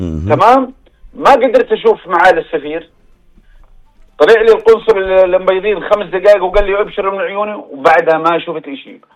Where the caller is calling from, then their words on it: Jordan; أنا أردني مواطن أردني مستثمر بالأردن.